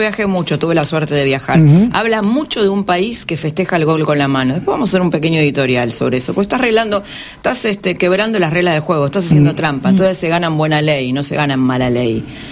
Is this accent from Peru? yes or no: no; Argentina; no creo en esto de que la selección es somos los argentinos